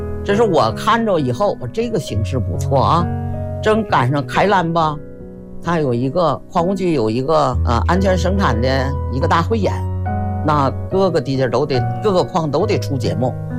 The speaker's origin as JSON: {"language": "Chinese", "town": "Tangshan", "region": "Hebei", "country": "China", "said": "我们唐山人特别能吃苦，特别能战斗。"}